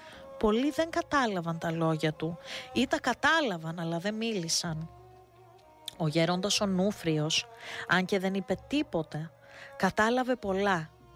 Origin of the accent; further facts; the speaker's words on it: Istanbul, Turkey; Ορφάνεψα από μικρός Και έτσι με ανέλαβε ο θείος μου, ο καθηγητής, και μεγάλωσα στην Κωνσταντινούπολη.